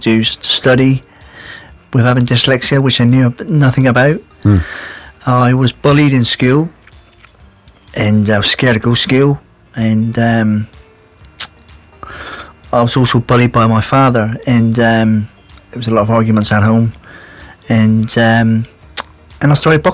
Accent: Plymouth, South West England, United Kingdom; Well, I was born in Freedom Fields Hospital.

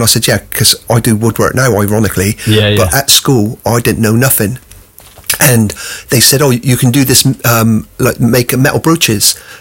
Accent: Plymouth, South West England, United Kingdom; also born or lived in Bristol; I was born in Bristol. Moved away when I was five because mum, dad had six children, and me dad died when I was five. So. Then we moved down to Plymouth because my mum had some relatives down here.

